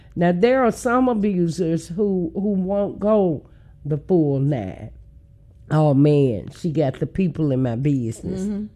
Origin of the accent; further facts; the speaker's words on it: Memphis, Tennessee, United States; Now, I grew up in South Memphis.